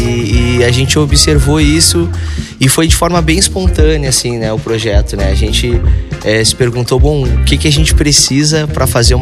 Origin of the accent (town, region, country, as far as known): Rio Grande, Rio Grande do Sul, Brazil; born or raised there; also born or lived in Alegrete